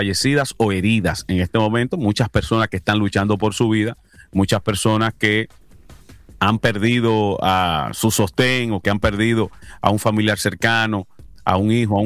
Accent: Dominican Republic; moved away; somos todos dominicanos

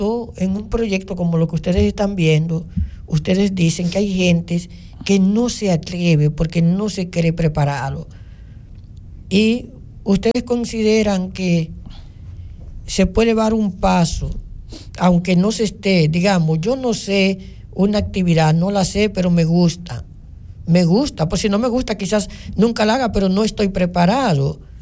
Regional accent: Barahona, Dominican Republic; Y yo salí de Barahona y la no veo en Santo Domingo.

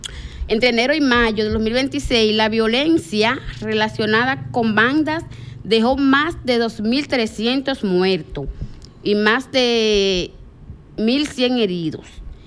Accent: Dominican Republic

